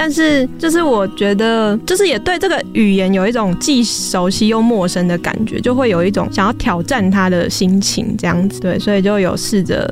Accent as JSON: {"language": "Chinese", "country": "Taiwan", "said": "身为一个台湾人，应该要写写看台语吧"}